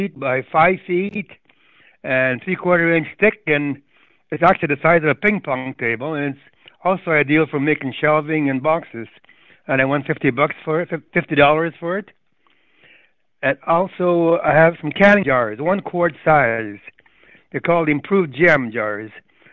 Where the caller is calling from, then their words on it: Winnipeg, Manitoba, Canada; Winnipeg.